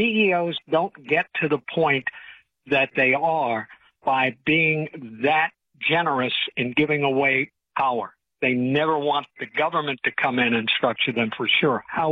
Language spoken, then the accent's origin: English; Brooklyn, New York, United States; I'm a guy from Brooklyn who got hooked on it from Gene Shepard, who was the voice and the narrator on The Christmas Story.